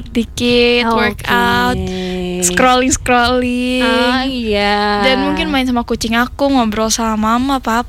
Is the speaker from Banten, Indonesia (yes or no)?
yes; Tangerang, Banten, Indonesia; born there; Aku itu sebetulnya mama orang Aceh, papa orang Sunda, tapi aku lahir di Tangerang.